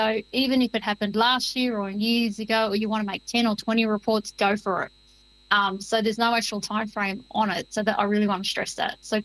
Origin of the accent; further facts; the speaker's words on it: Moree, New South Wales, Australia; a Gomeroi, Dungati and Ngurrubal woman, so my connections are in New South Wales. I was born and raised on Gomeroi country in Moree.